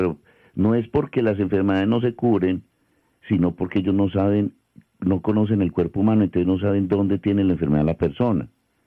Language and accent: Spanish; Medellín, Antioquia, Colombia; born there; yo nací en la clínica León 3